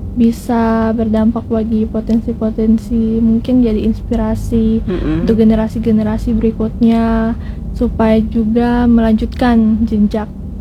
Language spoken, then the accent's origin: Indonesian; Bobo, Maluku, Indonesia; kampung halaman saya kayak Bobo